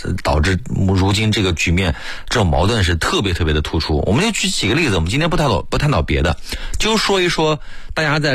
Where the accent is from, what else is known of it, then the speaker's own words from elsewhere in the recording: China; 我们中国人